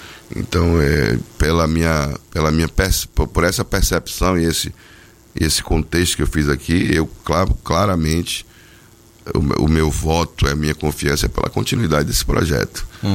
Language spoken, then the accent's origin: Portuguese; Bahia, Brazil; Eu me lembro que quando eu cresci, aqui em Piauí, na rua Borges de Barros, número 305.